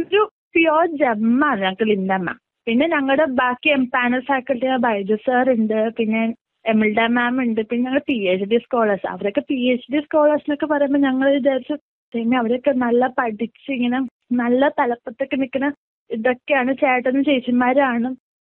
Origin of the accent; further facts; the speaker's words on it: Ernakulam, Kerala, India; ഞാൻ എറണാകുളത്തു നിന്നാണ് വരുന്നത്.